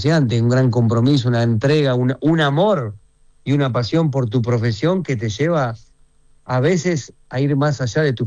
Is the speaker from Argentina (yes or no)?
yes; Argentina; lo que creo que soñaba él en primera persona y después soñábamos todos nosotros como argentinos.